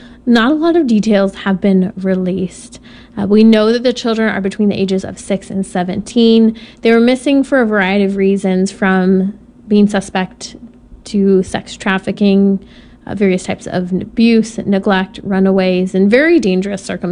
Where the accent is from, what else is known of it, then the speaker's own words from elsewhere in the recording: California, United States; I chose three states, my home state of California, Florida, and then Georgia